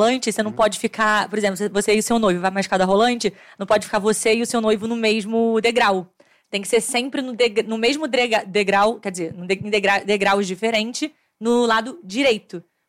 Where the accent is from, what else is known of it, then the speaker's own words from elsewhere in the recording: Rio de Janeiro, Brazil; Porque eu sou do Rio de Janeiro. E no Rio de Janeiro a gente tem muita praia, né?